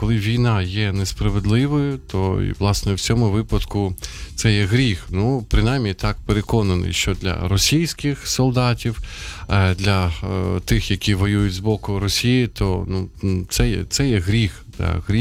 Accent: Sumy, Sumy Oblast, Ukraine; moved away; я родом із Сум, і досить часто, ну, раз на два місяці точно в Сумах буваю

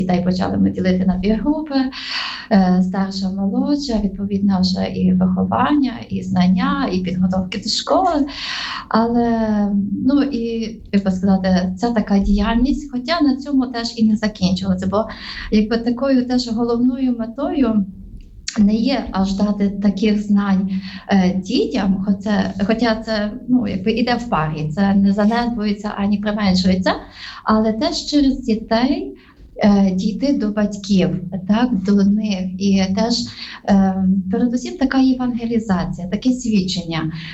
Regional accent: Khmelnytskyi Oblast, Ukraine; Я сама з Хмельниччини.

